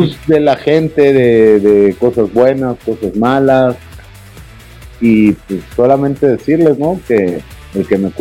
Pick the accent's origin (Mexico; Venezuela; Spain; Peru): Mexico; Yo como director técnico de primera división, sí. Más siendo mexicano, pues ya tenía mi maleta.